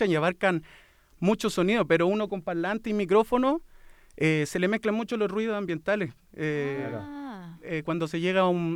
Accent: Santiago, Santiago Metropolitan Region, Chile; born there; also born or lived in Conchalí; Tengo 30 años y soy de la comuna de Quilicura actualmente. Pero soy nacido en Conchalí. En Conchalí, en la población de Carlos Salas. Era un campamento anteriormente cuando yo vivía ahí. Y de allí me trasladé a Quilicura y en Quilicura ya viví mi adolescencia.

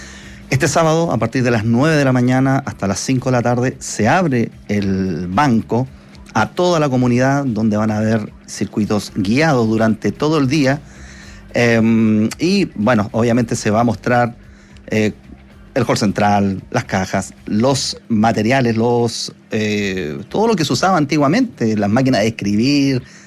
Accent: Valparaíso, Chile; Y precisamente de mi amada ciudad, Valparaíso.

